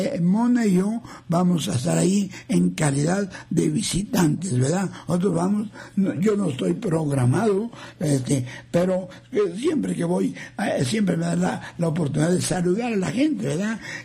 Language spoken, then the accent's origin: Spanish; Mexico; también somos mexicanos